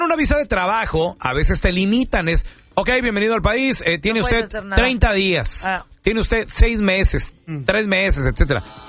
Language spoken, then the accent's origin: Spanish; Mexico; No, bueno, pues claro. Yo soy mexicano, o sea, yo